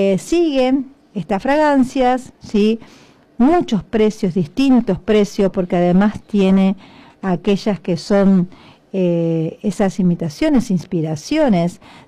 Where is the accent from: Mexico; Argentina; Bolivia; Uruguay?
Argentina